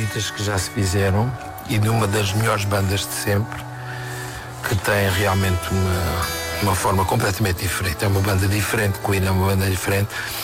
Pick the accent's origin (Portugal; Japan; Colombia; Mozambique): Portugal; Setúbal; não gostava de deixar esta vida sem presidir a Câmara Municipal de Setúbal, que é a minha terra.